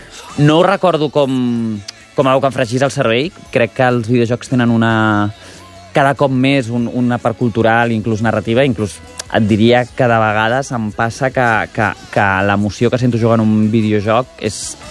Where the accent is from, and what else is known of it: Barcelona, Catalonia, Spain; born or raised there